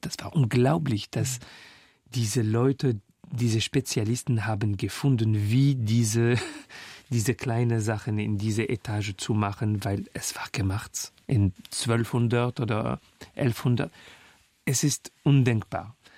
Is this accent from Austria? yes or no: no; Paris, Île-de-France, France; born there; German is a second language; Weil ich singe ein paar Kilometer von wo ich geboren bin, in Klinik des Lilas, beim 20. Arrondissement.